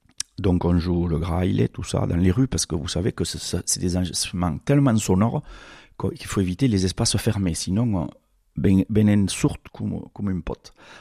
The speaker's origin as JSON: {"language": "French", "region": "Occitanie", "country": "France", "said": "chez nous dans le Tarn ou l'Aude"}